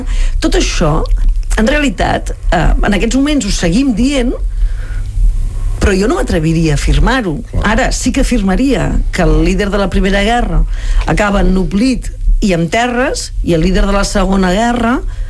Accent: Catalonia, Spain; Pla de l'Estany, que és la meva comarca, Pla de l'Estany.

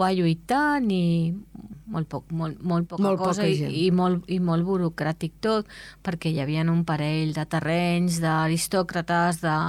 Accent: Esplugues de Llobregat, Catalonia, Spain; Perquè dic, soc d'Esplugues, i em diuen, del Caufec.

